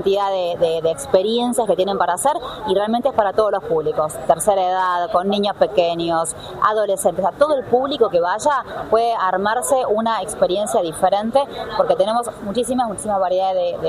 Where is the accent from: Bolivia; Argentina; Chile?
Argentina; El Calafate, Santa Cruz; born there; Yo nací en Calafate, así que les puedo contar desde hace muchos años de Calafate. Pero bueno, nada, es un lugar muy pequeño, a orilla del lago argentino. Tenemos una vida muy tranquila